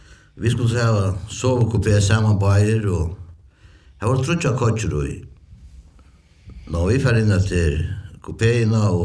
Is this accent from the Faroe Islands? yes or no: yes; Faroe Islands; nej jag är inte norrman men jag kommer från en lille ösamfund uppe i norr. Färöarna.